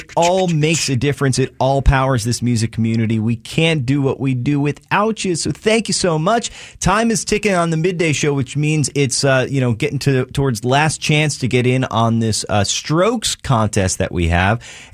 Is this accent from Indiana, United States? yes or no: no; Tunkhannock, Pennsylvania, United States; I heard you thank Anna from Tuckhannock. It is so cool to know that others in this area and from my hometown, too.